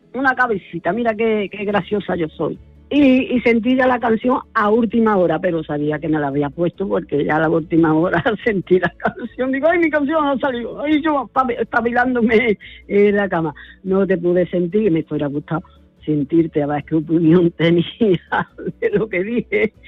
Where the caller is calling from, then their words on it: Córdoba, Andalusia, Spain; de Córdoba.